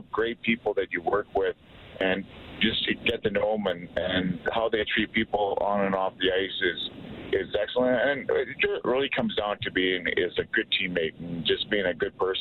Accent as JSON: {"language": "English", "region": "Saskatchewan", "country": "Canada", "said": "We're both from Saskatchewan."}